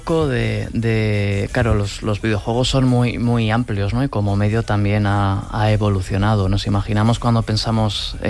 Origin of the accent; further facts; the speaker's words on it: Tudela, Navarre, Spain; mi ciudad natal, Tudela.